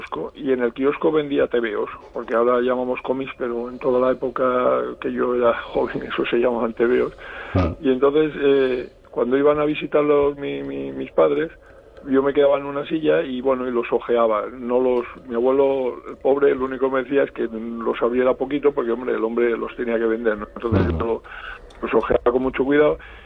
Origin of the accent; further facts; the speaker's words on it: Carmona, Andalusia, Spain; born there; yo empecé un poco allí en Carmona, pues a los 13 años